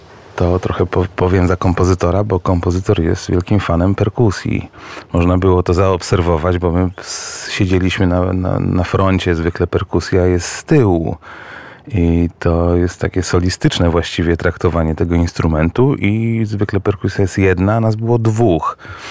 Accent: Szczecin, West Pomeranian Voivodeship, Poland; jesteśmy z tego obaj bardzo dumni jako szczecinianie

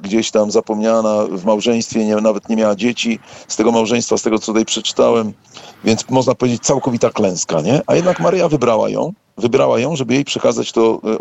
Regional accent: Gdynia, Pomeranian Voivodeship, Poland; ja też jestem trochę Kaszubą, bo jednak całe życie w Gdyni mieszkam. Mieszkałem, znaczy całe moje dzieciństwo, więc mówię na przykład, jak ktoś mnie o coś pyta, to mówię jo.

